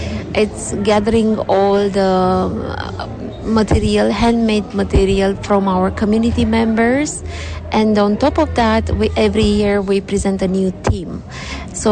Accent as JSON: {"language": "English", "country": "Romania", "second_language": "English", "said": "And it's I'm coming from Romania."}